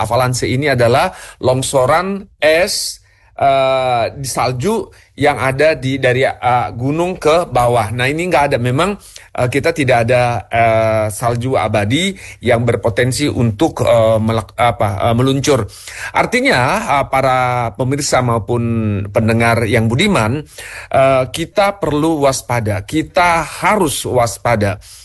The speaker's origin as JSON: {"language": "Indonesian", "region": "North Sumatra", "country": "Indonesia", "moved": "yes", "said": "Saya orang Sumatera Utara, pernah bekerja di Sulawesi Utara, pernah di Takengon, pernah di mana tempat."}